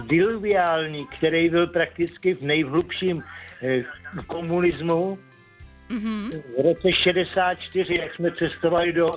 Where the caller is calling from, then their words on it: Ústí nad Labem Region, Czechia; z Českého Švýcarska.